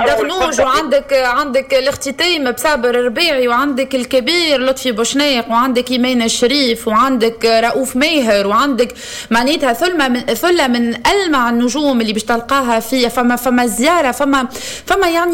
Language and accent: Arabic; Bizerte, Bizerte Governorate, Tunisia; وانا من بنزرت